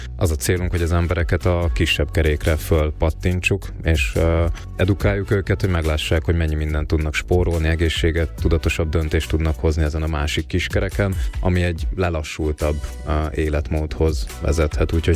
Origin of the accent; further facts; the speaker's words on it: Great Hungarian Plain, Hungary; Hát én egy vidéki paraszt gyerek vagyok Alföldről, most töltöttem a 30-at